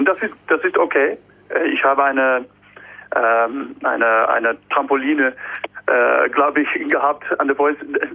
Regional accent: Netherlands; German is a second language; Und ich bin ein Holländer

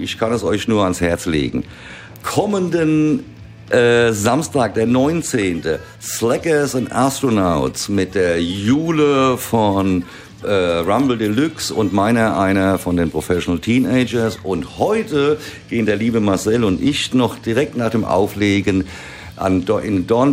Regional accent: Seligenstadt, Hesse, Germany; born there; also born or lived in Berlin; now in Frankfurt, Germany; Geboren bin ich in Seligenstadt.

